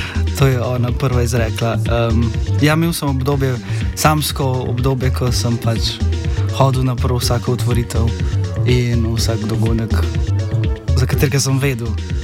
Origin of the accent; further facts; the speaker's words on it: Ljubljana, Slovenia; sem ti povedal, da sem odraščal v BS3 na betonu med prometnimi cestami, voznico Dunajsko, Vojkovo, kar, ja.